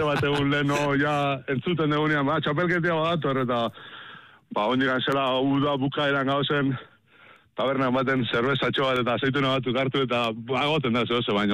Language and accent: Basque; Mendaro, Basque Country, Spain; Bueno, bai, ni Mendarokoa naiz, baina nire ama zan auzo hortakoa.